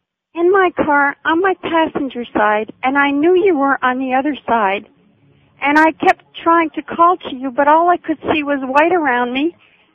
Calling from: Vancouver, British Columbia, Canada; I'm calling from Vancouver, B.C., Canada, on CFUN.

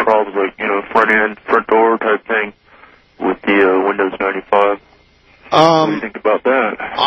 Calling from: Sacramento, California, United States; from Sacramento.

